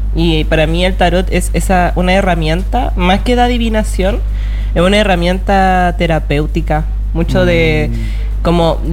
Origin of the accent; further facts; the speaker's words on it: Calama, Antofagasta, Chile; Soy calamiña, nací allá, mi familia bien nortina también por lo demás. Mi mamá nacía en Chuquicamata